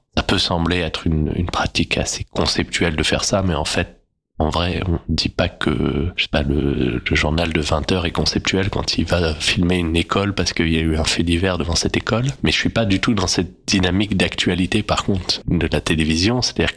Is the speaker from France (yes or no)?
yes; Île-de-France, France; born or raised there